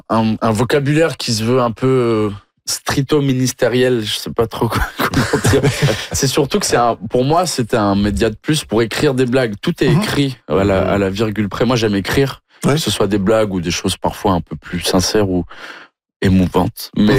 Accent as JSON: {"language": "French", "town": "Toulouse", "region": "Occitanie", "country": "France", "tie": "born or raised there", "moved": "as an adult", "said": "Moi, je viens du sud-ouest de la France et je faisais beaucoup de rugby."}